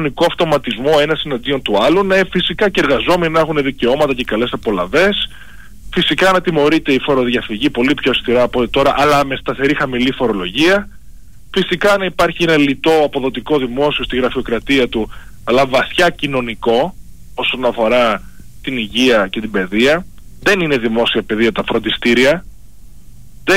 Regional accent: Greece; moved away; also born or lived in United States; Παραδέχομαι, όντως, 21 χρόνια ήμουν στην Αμερική. Αλλά, α, αγαπώ την πατρίδα μου

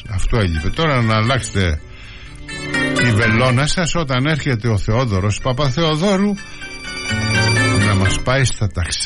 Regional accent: Greece; για να θυμόμαστε σαν Έλληνες

